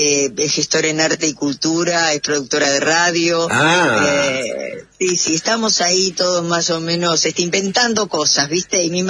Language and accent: Spanish; Buenos Aires, Argentina; born or raised there